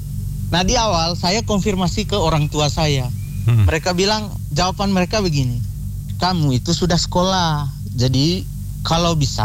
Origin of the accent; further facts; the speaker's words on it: East Nusa Tenggara, Indonesia; born there; moved away as an adult; saya kembali ke desa saya di Manggarai Timur, tepatnya di Desa Colol. Nah, di sana saya karena juga anak seorang petani dan juga punya kebun kopi